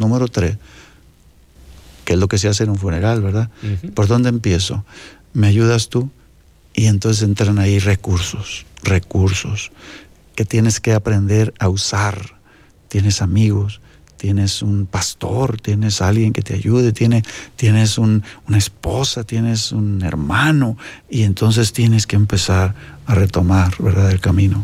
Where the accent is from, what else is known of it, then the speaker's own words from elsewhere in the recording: Sonora, Mexico; yo soy de Sonora, Tijuana, Sonora